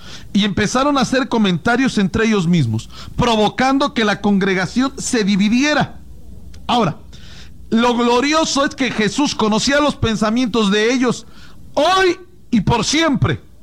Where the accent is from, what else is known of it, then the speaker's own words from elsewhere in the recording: Mexico; Somos mexicanos.